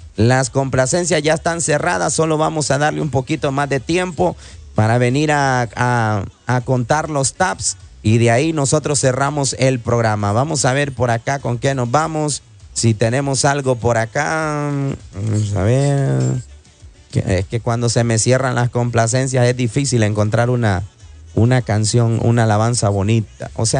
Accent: Honduras; Nosotros somos de Honduras, hermano.

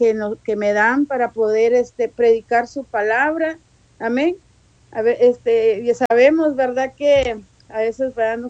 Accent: Guatemala; now in Tijuana, Mexico; Yo soy guatemalteca, pero vivo aquí en Tijuana, Baja California.

